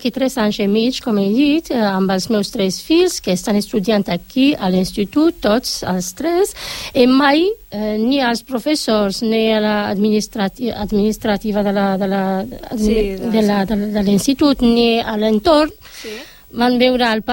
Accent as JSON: {"language": "Catalan", "country": "Morocco", "second_language": "Catalan", "moved": "as an adult", "lives_now": "Barcelona, Spain", "said": "soc del Marroc, una dona, una mare de tres fills adolescents, tinc 43 anys. Vaig venir aquí, porto aquí a Barcelona fa tres anys i mig."}